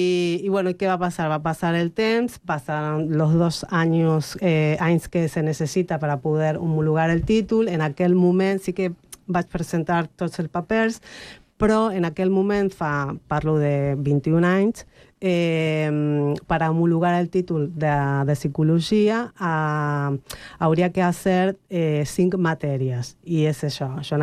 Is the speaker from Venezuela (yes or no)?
no; Argentina; now in Spain; I quan jo vaig créixer allà, en realitat soc espanyola, a l'Argentina, bueno, soc espanyola de paper.